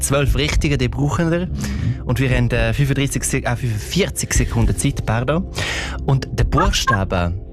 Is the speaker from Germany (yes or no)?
no; Graubünden, Switzerland; Als Bündner Oberländer kann ich